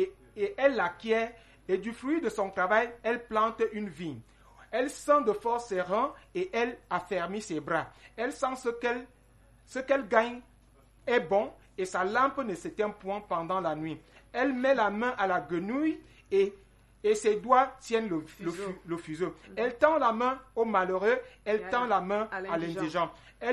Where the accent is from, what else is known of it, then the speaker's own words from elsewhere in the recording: Cameroon; telle que nous sommes Camerounais.